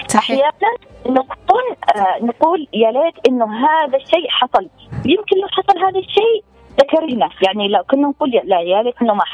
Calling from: Yemen

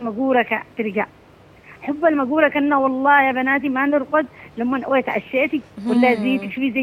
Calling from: Aden, Yemen; أني من عدن

